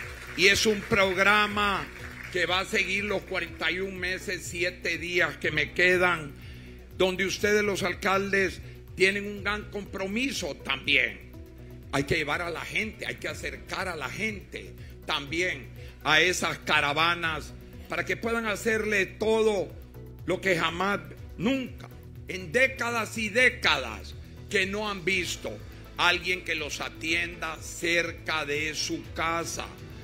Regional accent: Honduras; Aquí todos somos hondureños

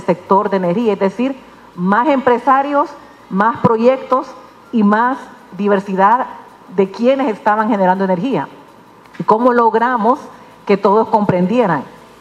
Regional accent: Honduras

